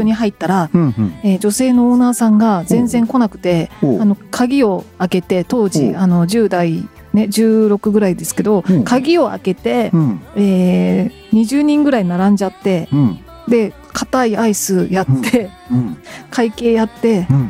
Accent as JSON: {"language": "Japanese", "region": "Kagawa", "country": "Japan", "tie": "born or raised there", "said": "実は私あの地元の香川県にいる頃にですね、あの31で、うん、バイトしてたことがあるんですけど"}